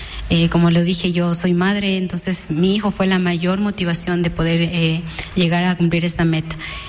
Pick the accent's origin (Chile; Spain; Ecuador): Ecuador; Pindal, Loja; Yo vengo desde la comunidad de Guayabal, el cantón Pindal.